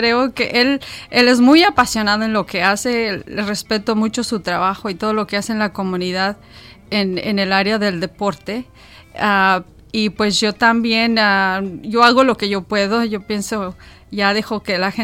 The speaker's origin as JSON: {"language": "Spanish", "country": "Mexico", "moved": "yes", "lives_now": "Louisville, Kentucky, United States", "said": "Muy personal porque soy mexicana."}